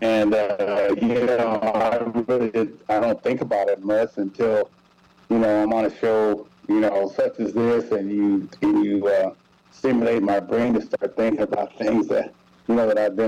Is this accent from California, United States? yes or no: yes; Riverside, California, United States; now in Berkeley, United States; Bobby Bonds was the local hero in our town of Riverside.